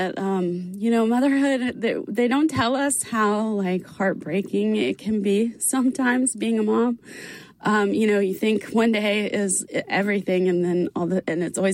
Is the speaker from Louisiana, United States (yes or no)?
no; Georgia, United States; I am from Georgia as well, so I love hearing about Georgia.